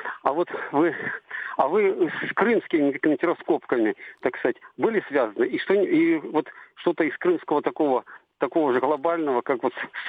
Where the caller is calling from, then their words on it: Crimea, Ukraine; Здравствуйте. А я с Крыма.